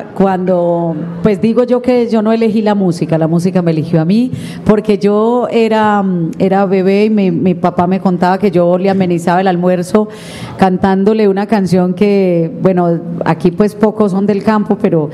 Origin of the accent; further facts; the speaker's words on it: Sabanalarga, Antioquia, Colombia; now in Medellín, Colombia; que vine apenas de Sabana Larga como unas 2 veces en bus a Medellín, mientras me pasé a vivir a otro municipio